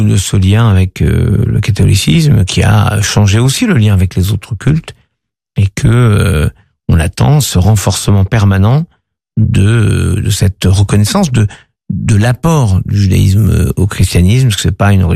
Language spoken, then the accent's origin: French; France